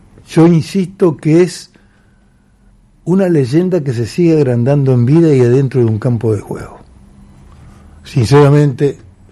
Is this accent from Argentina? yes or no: yes; Argentina